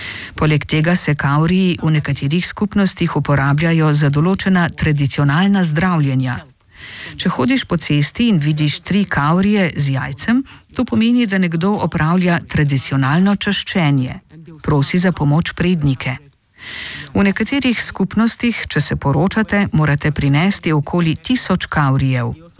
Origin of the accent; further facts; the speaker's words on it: Ghana; Slovenian is a second language; Naslov povezujem z zasedbo, ker sem iz Gane. Jaz pojem afriško, oni igrajo. Jaz prinašam groove, oni to naredijo dostopno za Evropo, jaz pa za Afriko.